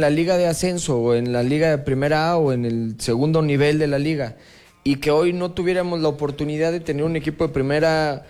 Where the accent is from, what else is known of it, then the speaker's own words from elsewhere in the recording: Querétaro, Mexico; de todos los que somos ciudadanos queretanos